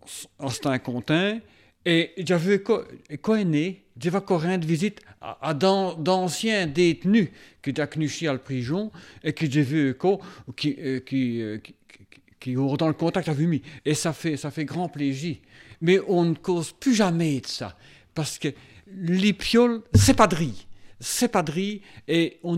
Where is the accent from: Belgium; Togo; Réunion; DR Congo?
Belgium; Wallonia; accent: Walloon; J'ai causé wallon quand j'ai revenu au village